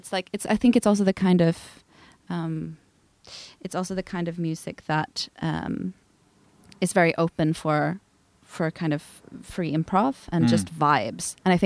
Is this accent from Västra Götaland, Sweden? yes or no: yes; Gothenburg, Västra Götaland, Sweden; I grew up in Sweden. It wasn't like that was any. But the weird thing, though, is I'm from Gothenburg